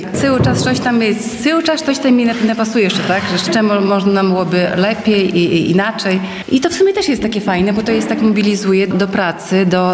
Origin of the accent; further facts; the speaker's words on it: Łosinka, Podlaskie Voivodeship, Poland; now in Hajnówka, Poland; ja na przykład dojeżdżaję z Hajnówki, ale pochodzę z Łosinki i też jakby, no, związana sercem z Łosinki, tak, bo tutaj wychowała się, tutaj chodzi do szkoły, tutaj rodzice żyli